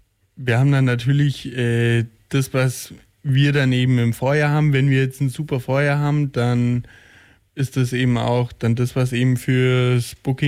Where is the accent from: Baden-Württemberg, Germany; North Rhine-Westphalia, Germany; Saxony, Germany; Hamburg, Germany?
Baden-Württemberg, Germany; Dornstadt; ich komme aus Thomerding, ich weiß noch früher als Kind, wenn ich im Bett lag, dann habe ich durchs Fenster immer noch das Obstwiesenfestival gehört.